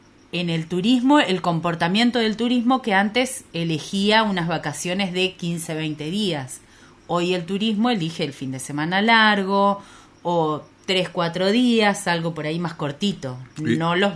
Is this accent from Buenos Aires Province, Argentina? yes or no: no; Concepción del Uruguay, Entre Ríos, Argentina; nosotros no somos, Concepción del Uruguay, no somos una ciudad turística de verano, por ahí es más estudiantil y universitaria